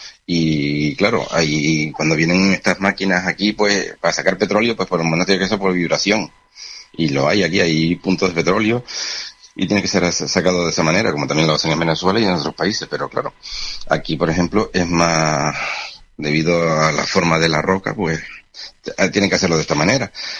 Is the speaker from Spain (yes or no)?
yes; Spain; porque soy español y yo mi bandera española.